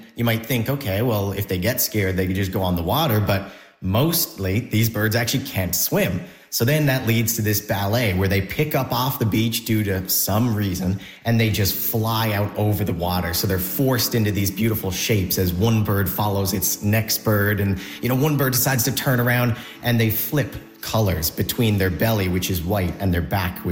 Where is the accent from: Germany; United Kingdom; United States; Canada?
Canada; St. John's, Newfoundland and Labrador; I'm from St. John's, Newfoundland.